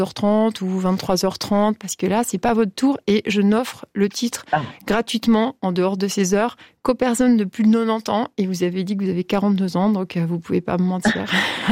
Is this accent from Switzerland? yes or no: yes; Switzerland; Après une Coupe du Monde, on a failli gagner, hein, en tant que Suisse.